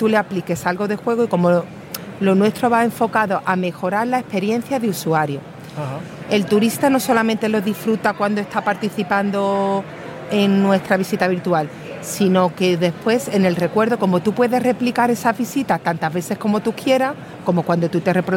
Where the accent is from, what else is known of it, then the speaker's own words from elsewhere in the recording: Málaga, Andalusia, Spain; pongo ejemplos de Málaga porque no sé si se notará por el acento que soy de Málaga.